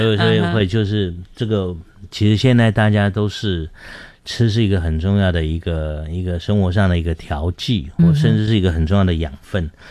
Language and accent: Chinese; Miaoli County, Taiwan; moved away as an adult; 我是苗栗的小孩